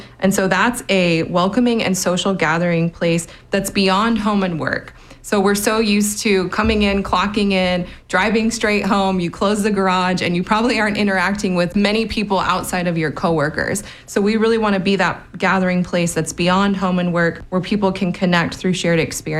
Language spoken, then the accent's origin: English; Las Vegas, Nevada, United States; So I'm actually a Las Vegas native, born and raised.